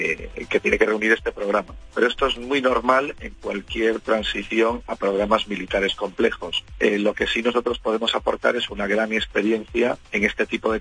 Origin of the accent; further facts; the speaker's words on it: Ferrol, Galicia, Spain; porque de donde yo soy, de Ferrol, es exactamente lo mismo. Ferrol es una ciudad que vive, podemos decir, al 90% del astillero local.